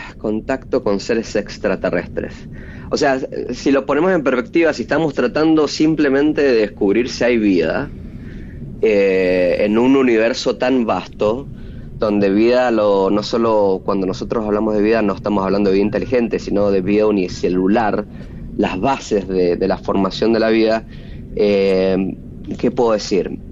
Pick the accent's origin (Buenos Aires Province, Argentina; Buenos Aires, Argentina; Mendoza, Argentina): Mendoza, Argentina; born there; yo nací en Mendoza, me tocó mucho ver el cielo desde las montañas increíbles que tenemos